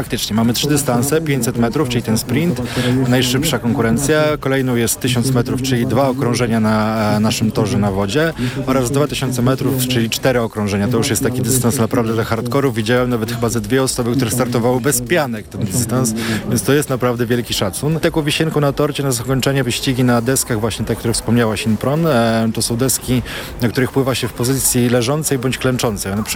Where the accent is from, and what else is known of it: Warsaw, Masovian Voivodeship, Poland